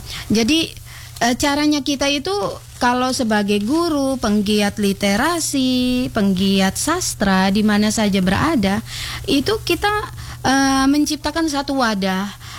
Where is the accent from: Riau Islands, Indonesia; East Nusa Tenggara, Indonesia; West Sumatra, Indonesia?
East Nusa Tenggara, Indonesia; Bajawa; Asal saya dari Bajawa.